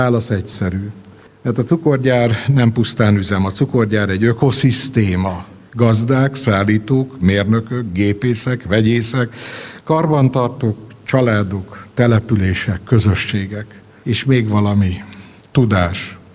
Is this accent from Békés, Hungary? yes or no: no; Szerencs, Borsod-Abaúj-Zemplén, Hungary; Én szerencsi ember vagyok, szerencsről származom.